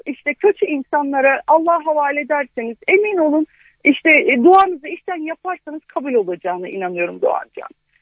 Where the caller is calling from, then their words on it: Kayseri, Turkey; Ben Kayseri'den arıyorum.